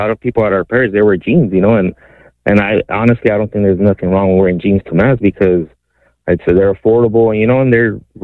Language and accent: English; Los Angeles, California, United States; also born or lived in Mexico; So I grew up in Los Angeles, but originally from Mexico, and we grew up here without money, so we didn't have slacks or dressy shoes to go to mass, you know.